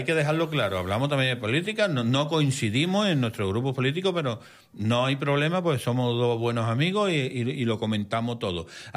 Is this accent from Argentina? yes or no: no; San Juan de Aznalfarache, Andalusia, Spain; Pues Sergio tenía allí en San Juan de Farache, en mi pueblo. Siempre hemos dicho que es la villa San Juan Farache, separada de Sevilla, la ciudad, por un puente que cruza el río Guadalquivir.